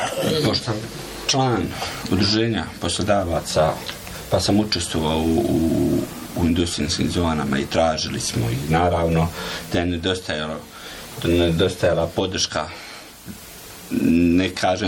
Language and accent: Bosnian; Herzegovina, Bosnia & Herzegovina; Tu moramo biti kao Hercegovci jedinstveni u tim stvarima.